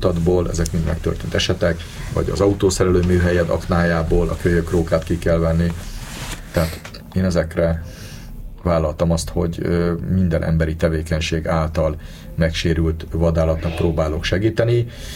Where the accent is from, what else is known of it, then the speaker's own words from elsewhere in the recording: Budapest, Hungary; ugye én is pesti vagyok